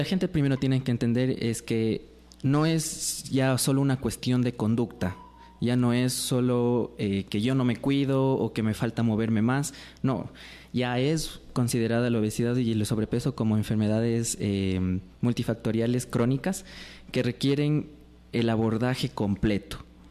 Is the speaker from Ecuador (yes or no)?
yes; Ecuador; nosotros como cultura ecuatoriana